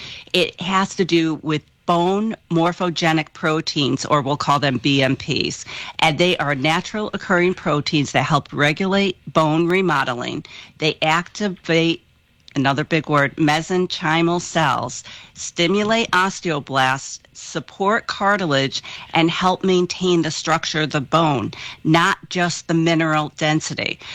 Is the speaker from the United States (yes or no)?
no; Ireland; I always say we don't count alcohol calories because I'm the Irish dietitian.